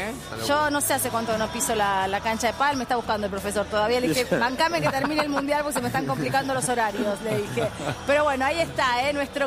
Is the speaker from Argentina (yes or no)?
yes; Argentina; somos argentinos